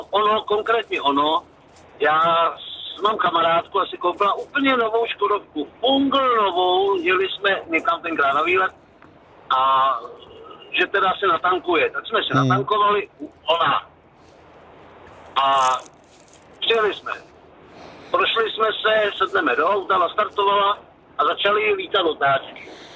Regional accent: České Budějovice, South Bohemian Region, Czechia; vemte si, že třeba já jsem z Budic, takže tady máte vlastně Lipno, Hněvko, vyrovnávačka ve Vyšáku

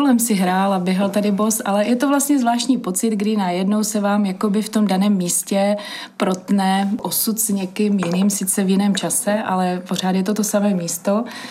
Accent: Nový Jičín, Moravian-Silesian Region, Czechia; moved away as an adult; also born or lived in Prague / Central Bohemia; já jsem rodačka z Nového Jičína, pak po studiích jsem žila nějakou dobu v Praze ve středních Čechách a pak, když jsem se vlastně vracela zpět domů, jakoby na Moravu i k rodičům, tak jsem prostě ten dům koupila

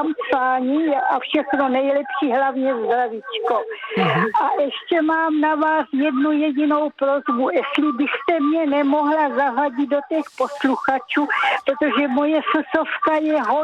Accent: Brno, South Moravian Region, Czechia; Já jsem z Brna.

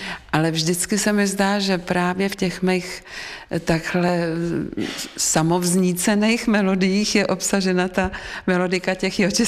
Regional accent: Vysočina Region, Czechia; born there; narodila jsem se už skoro na Českomoravské Vysočině

